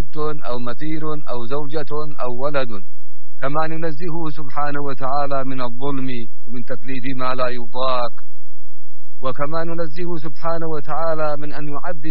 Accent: Yemen; عندنا في اليمن لو نسمع مثلا اللغة النهارية

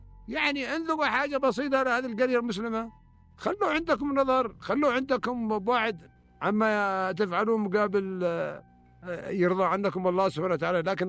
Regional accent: Yemen

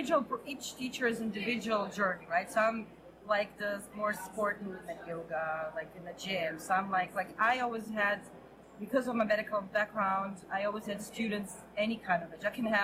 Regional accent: Israel; born there; first language Hebrew; English is a second language; Well, I was 5 years old when we moved to Israel. So for me, yeah, that was like my first language. And then my parents spoke Russian and then English. I came to the United States at 17.

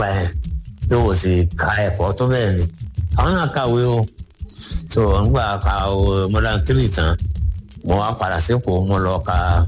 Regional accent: Ibadan, Oyo, Nigeria; ibadan ni mi ya mi ibadan baba mi ibadan

